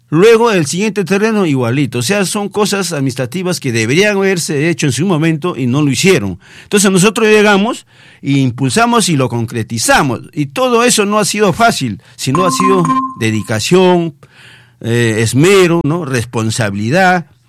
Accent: Oyón, Lima, Peru; now in Lima, Peru; Y todo mi equipo, somos de Oyón. Ya gente que bordea de 50, 60 años

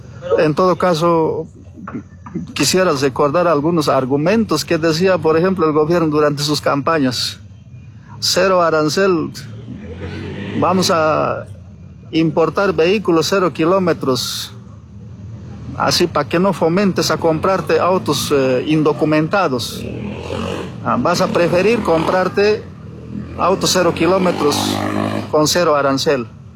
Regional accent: Bolivia; como originarios, como bolivianos

